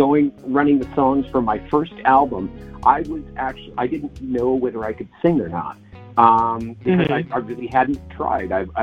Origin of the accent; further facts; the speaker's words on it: Seattle, Washington, United States; Okay, well, I'm originally from Seattle, and I have been a musician since forever.